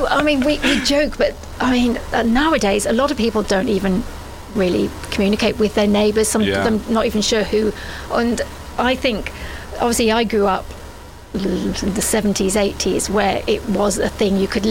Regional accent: Great Yarmouth, East of England, United Kingdom; I grew up in Great Yarmouth.

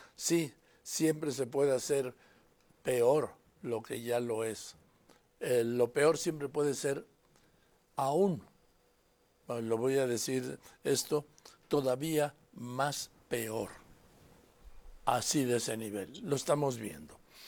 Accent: Mexico; Somos todos los mexicanos, porque no se puede seguir refiriendo a los liderazgos de este movimiento de Morena a pueblo como sinónimo de militantes o seguidores de Morena. No, el pueblo de México lo somos todos

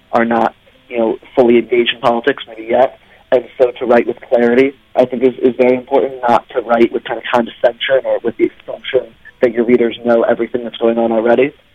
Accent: St. Louis, Missouri, United States; now in Washington, United States; St. Louis, Missouri.

